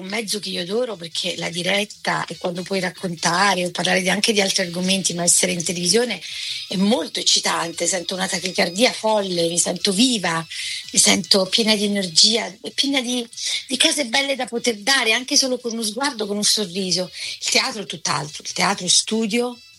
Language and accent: Italian; Torre Annunziata, Campania, Italy; also born or lived in Naples; now in Rome, Italy; da quando ero ragazzina a Torre Annunziata, che è in provincia di Napoli, fino ad arrivare da Napoli a Roma